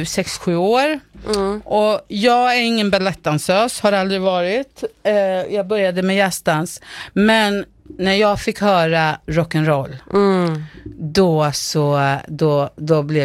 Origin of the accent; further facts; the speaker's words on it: Vingåker, Södermanland, Sweden; jag är uppvuxen utanför Vingåker, men jag gick ju i skolan i Vingåker.